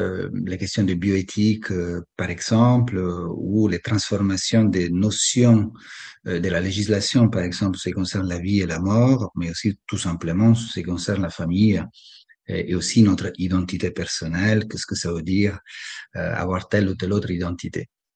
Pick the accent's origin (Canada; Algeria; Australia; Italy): Italy; now in Toulouse, France; je suis italien